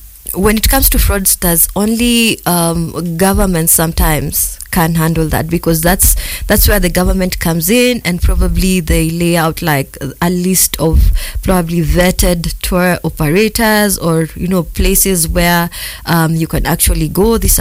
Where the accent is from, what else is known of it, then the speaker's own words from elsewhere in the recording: Kenya; as a Kenyan and as a black person traveling.